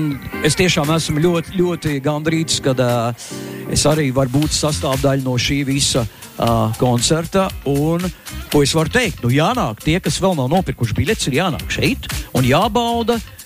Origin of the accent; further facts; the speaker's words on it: Liepāja, Kurzeme, Latvia; Esmu atpūst no Vējinās pilsētas Liepājas.